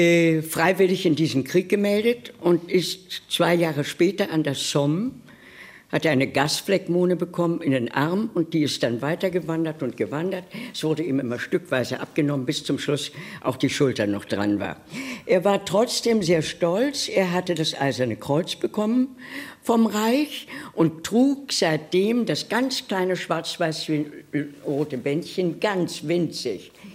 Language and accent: German; Berlin, Germany; So, also ich bin eine Berlinerin.